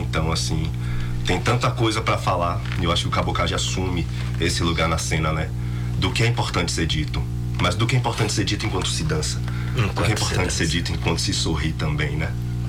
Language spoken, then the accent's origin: Portuguese; Salvador, Bahia, Brazil; como nordestino, como baiano, soteropolitano